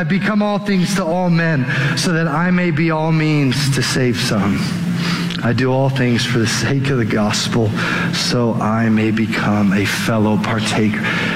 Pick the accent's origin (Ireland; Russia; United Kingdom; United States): United States; Aurora, Colorado; I grew up in Aurora. I'm a native to Colorado.